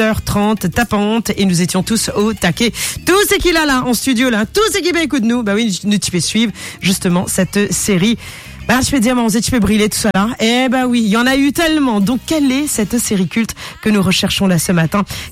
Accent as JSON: {"language": "French", "country": "Mauritius", "said": "diffusée dans plus de 120 pays et chez nous à Maurice, la série avait paralysé toute l'île."}